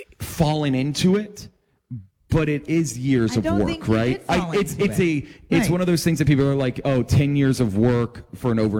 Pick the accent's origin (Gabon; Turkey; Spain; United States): United States; Atlanta, Georgia; for us growing up in Atlanta